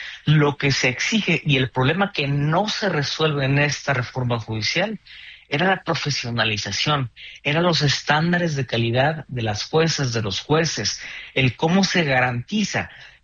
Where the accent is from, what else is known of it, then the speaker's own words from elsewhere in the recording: Mexico; como los mexicanos y las mexicanas la conocemos hoy en día